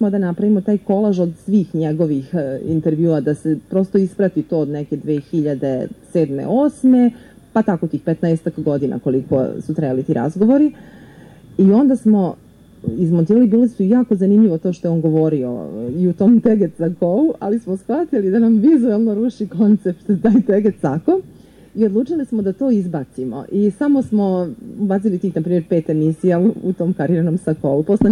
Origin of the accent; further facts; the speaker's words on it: Bijeljina, Republika Srpska, Bosnia & Herzegovina; Ja sam rođena u Bijeljini, tamo sam išla u gimnaziju i živjela sve do fakulteta.